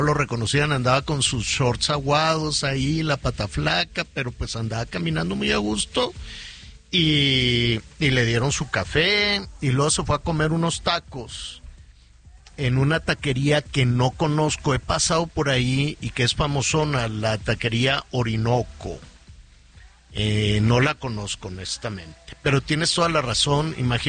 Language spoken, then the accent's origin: Spanish; Mexico; somos los mexicanos